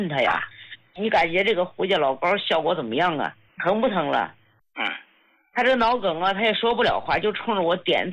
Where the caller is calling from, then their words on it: China; 我是来自山东大同的听众。